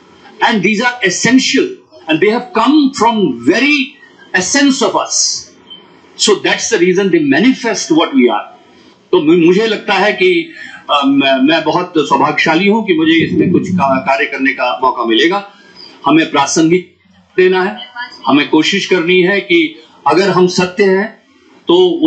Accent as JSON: {"language": "Hindi", "region": "Uttarakhand", "country": "India", "said": "मैं उत्तराखंड से हूँ"}